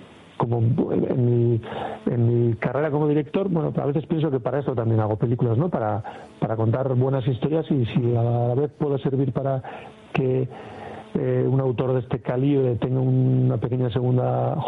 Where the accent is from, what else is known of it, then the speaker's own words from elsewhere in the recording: Leioa, Basque Country, Spain; como soy de Leioa